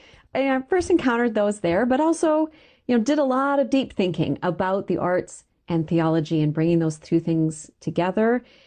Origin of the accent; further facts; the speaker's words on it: United States; as an American, you know, we feel separated from that.